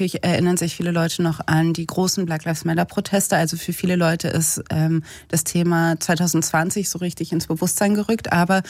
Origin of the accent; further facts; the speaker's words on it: Cologne, North Rhine-Westphalia, Germany; Und ich bin in Köln aufgewachsen als Kind von einer Afroamerikanerin und einem Vater aus Düsseldorf, einen weißen Deutschen.